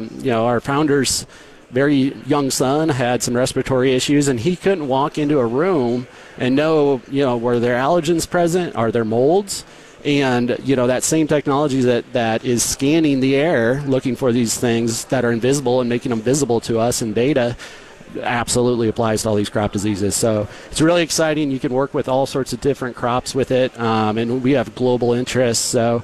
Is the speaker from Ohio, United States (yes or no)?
no; Des Moines, Iowa, United States; I'm from Des Moines, Iowa. So what am I doing in North Dakota, right?